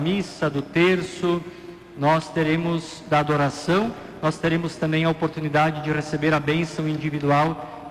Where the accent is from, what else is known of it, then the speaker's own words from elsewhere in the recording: Nova Bassano, Rio Grande do Sul, Brazil; nós que aqui somos de Nova Bassano